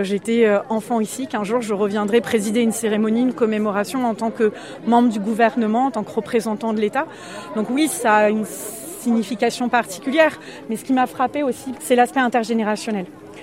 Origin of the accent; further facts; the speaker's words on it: Limoges, Nouvelle-Aquitaine, France; J'ai grandi à Limoges et forcément, grandir à Limoges, ça signifie un engagement pour la paix, pour la liberté, pour l'Europe